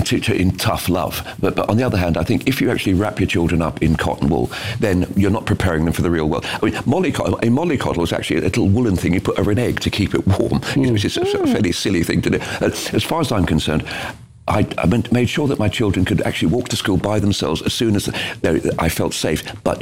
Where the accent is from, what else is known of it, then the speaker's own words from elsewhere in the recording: London, United Kingdom; I'm sorry, don't forget, I was brought up in West London. In 1958, we had a major riot.